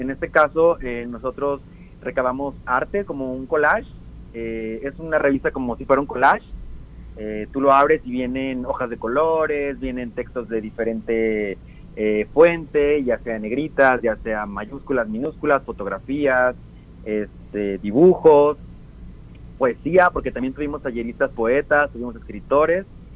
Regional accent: Nayarit, Mexico; Yo, pues, soy de aquí de Nayarit, vivo aquí en Tepic, Nayarit, precisamente.

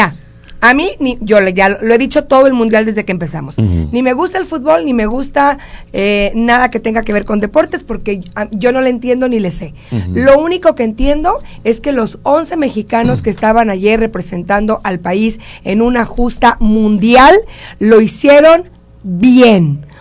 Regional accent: Mexico; Mira, Dulce tiene algo que decir. Somos mexicanos, sacamos la cara.

